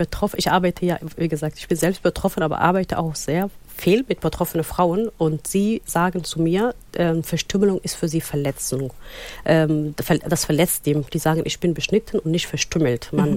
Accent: Somalia; Also in meinem Heimatland Somalia ist seit 91 Bürgerkrieg und es können nur, Schule ist privat, also $20 im Monat.

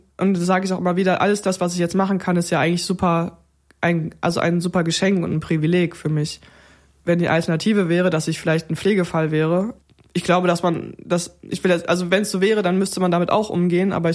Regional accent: Cologne, North Rhine-Westphalia, Germany; es ist, wie es ist, als Kölsche Mädel

